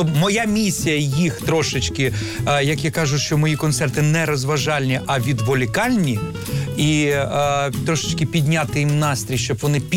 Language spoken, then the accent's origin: Ukrainian; Crimea, Ukraine; born there